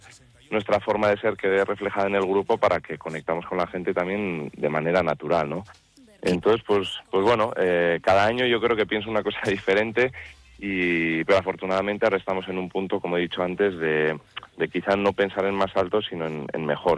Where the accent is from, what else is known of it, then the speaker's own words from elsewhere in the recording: Vitoria-Gasteiz, Basque Country, Spain; born there; Yo soy nacido aquí en Gasteiz, y pues igual en invierno estoy más en Gasteiz, en verano más en Yécora.